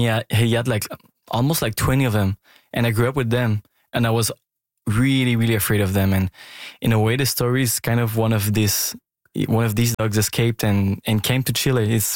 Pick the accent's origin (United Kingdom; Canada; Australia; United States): Canada; Montreal, Quebec; I grew up in Montreal and close to the downtown